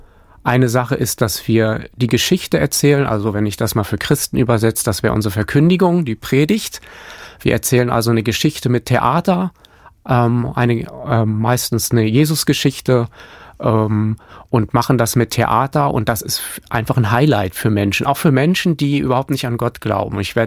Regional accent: Hamburg, Germany; ich bin ja selber Hamburger

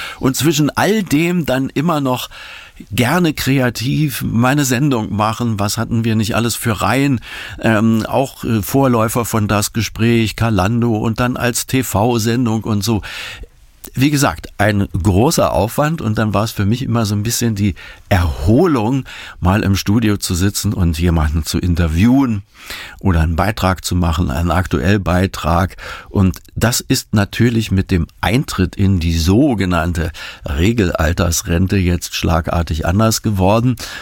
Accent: Berlin, Germany; also born or lived in Thuringia; now in Wetzlar, Germany; ich bin und werde immer im Herzen Berliner bleiben. Denn ich bin in West-Berlin geboren, dort aufgewachsen

